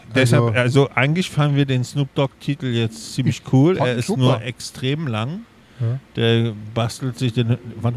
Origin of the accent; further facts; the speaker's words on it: Bavaria, Germany; als Bayer kann ich ja mal fragen